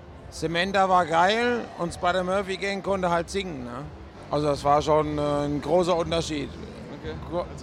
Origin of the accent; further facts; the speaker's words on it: Meiningen, Thuringia, Germany; Aus Meiningen.